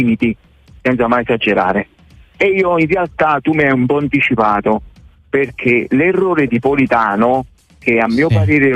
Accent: Torre Annunziata, Campania, Italy; io sono di Torre Annunziata, quindi dovevo arrivare, è diventato un viaggio

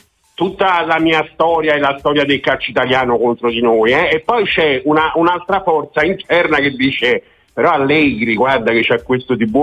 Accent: Florence, Tuscany, Italy; Paolo, io ho l'abbonamento e vengo da Firenze

